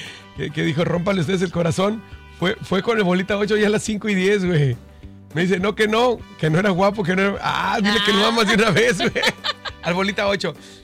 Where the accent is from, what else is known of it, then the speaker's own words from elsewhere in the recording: Tijuana, Baja California, Mexico; Nosotros somos tijuanenses